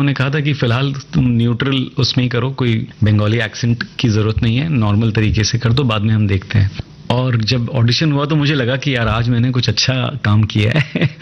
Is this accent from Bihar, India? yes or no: no; Mumbai, Maharashtra, India; मैं मुंबई में पला बड़ा हूँ, मराठी बोल लेता हूँ।